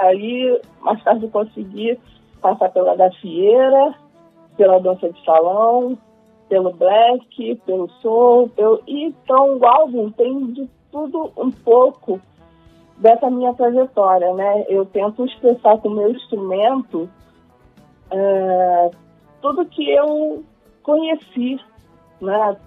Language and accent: Portuguese; Rio de Janeiro, Brazil; accent: carioca; porque eu tento colocar o meu sotaque de carioca